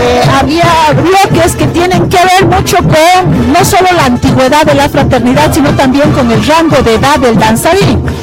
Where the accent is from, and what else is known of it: Bolivia